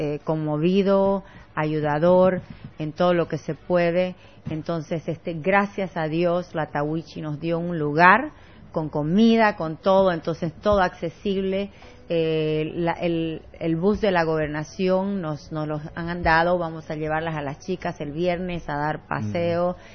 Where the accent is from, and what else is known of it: Bolivia